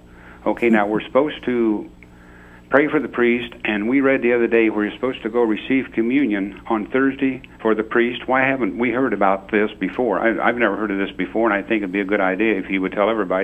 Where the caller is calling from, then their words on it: Illinois, United States; Illinois.